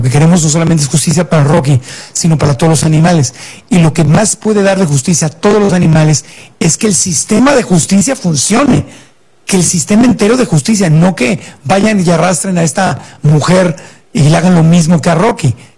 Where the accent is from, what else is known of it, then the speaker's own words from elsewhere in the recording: Tijuana, Baja California, Mexico; yo que nací en la frontera